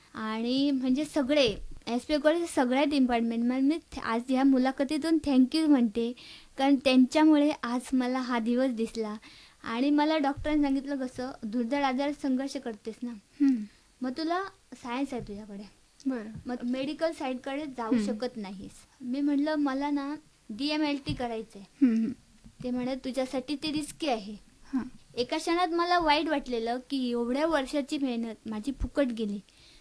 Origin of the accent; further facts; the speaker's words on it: Madkhol, Maharashtra, India; माडकोलची कन्या।